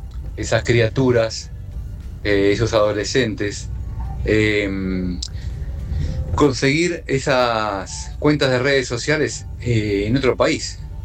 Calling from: San Antonio de Padua, Buenos Aires Province, Argentina; de Padua.

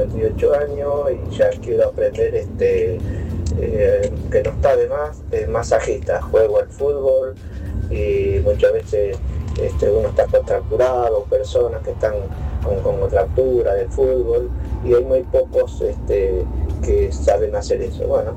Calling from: Monte Grande, Buenos Aires Province, Argentina; de Monte Grande.

